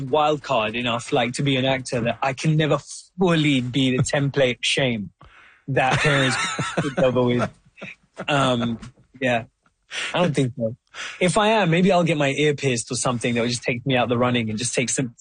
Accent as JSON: {"language": "English", "town": "Wembley", "region": "London", "country": "United Kingdom", "tie": "born or raised there", "said": "I saw actually my own experience. I would read this play about Prince growing up in Denmark, and I was like, this is exactly like growing up in Wembley."}